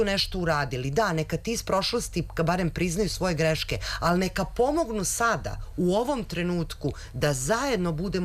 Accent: Kosovo; kao Srpkinja sa Kosova i Metohije

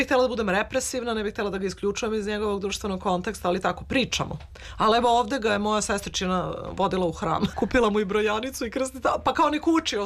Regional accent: Belgrade, Serbia; Pre je bilo kada u Amsterdamu kažem da dolazim iz Beograda, da ljudi odskoče.

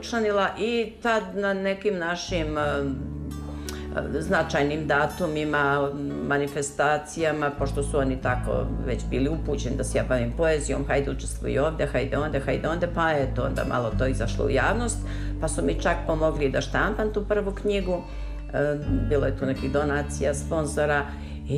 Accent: Šljivovica, Zlatibor District, Serbia; now in Užice, Serbia; Moje rodno selo Šljivovica nalazi se na padinama Zlatibora. I ja sam kao dete tu i rasla i odrasla

